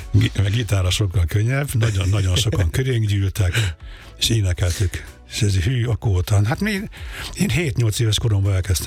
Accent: Budapest, Hungary; én a Népstadion mellett nőttem fel a Stefánián.

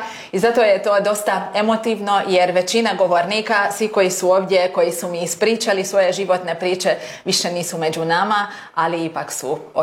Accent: Dušnok, Bács-Kiskun, Hungary; accent: Rac (Bunjevac/Šokac) Croatian dialect; I mi Dušnočani smo odrasli, mi smo rođeni i odrasli smo tu pokraj Voša

